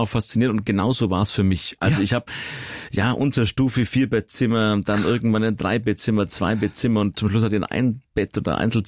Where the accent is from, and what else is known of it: Nuremberg, Bavaria, Germany; born there